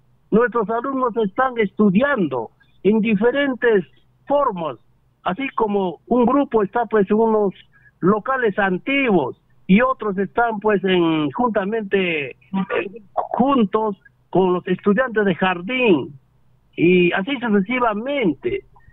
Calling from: Chupuro, Junín, Peru

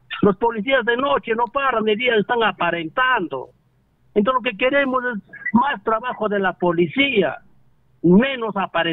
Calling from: Chupuro, Junín, Peru

